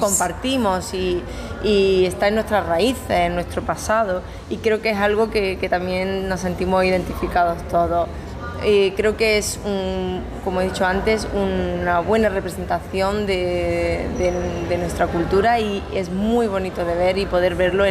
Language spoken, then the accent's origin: Spanish; Granada, Andalusia, Spain; yo hago una intervención que hago un poema de un autor de mi tierra, de Granada, Manuel Benítez Carrasco